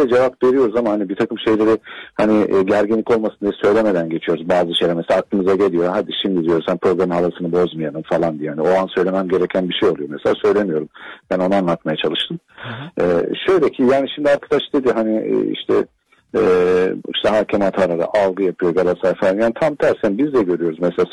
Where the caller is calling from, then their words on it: Antalya, Turkey; ben Antalya'dan